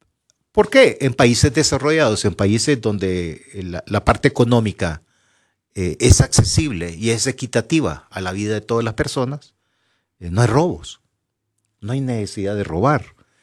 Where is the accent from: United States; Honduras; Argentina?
Honduras; La situación está difícil, la tormenta que pasamos nosotros como hondureños.